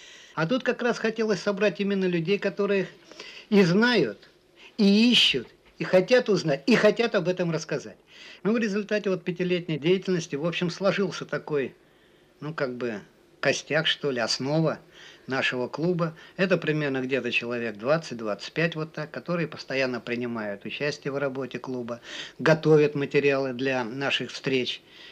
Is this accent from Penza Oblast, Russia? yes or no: no; Saint Petersburg, Russia; родился я в Ленинграде и учился здесь, в Ленинграде, за исключением блокады. 5 мая 1945 года мы вернулись снова в город.